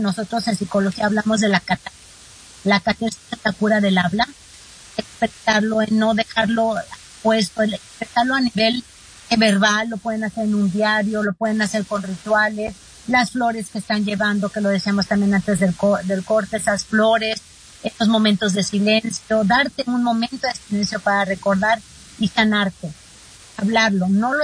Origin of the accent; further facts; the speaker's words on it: Mexico; yo soy mexicana, tenemos el Día de los Muertos